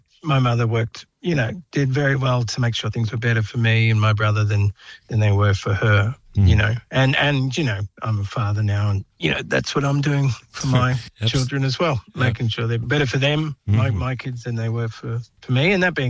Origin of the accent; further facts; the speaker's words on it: Melbourne, Victoria, Australia; also born or lived in Central Australia; So we were in Central Australia when, you know, I was born in Melbourne, but lived in Central Australia when dad went up there to the legal service.